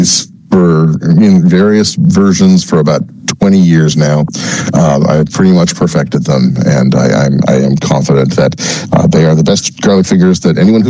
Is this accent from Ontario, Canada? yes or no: no; Cowan Heights, Newfoundland and Labrador, Canada; I grew up in Cowan Heights. My mother was a teacher. I was taught to speak very properly. My father has an accent. My father's a fisherman who grew up in Tessier Place. Of course he does. I don't have much of a Newfoundland accent